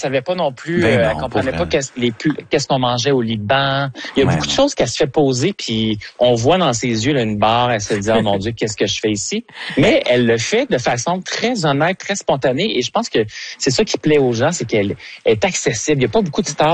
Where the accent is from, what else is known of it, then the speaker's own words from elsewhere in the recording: Quebec, Canada; on l'aime, on est Québécois, on veut qu'elle réussisse.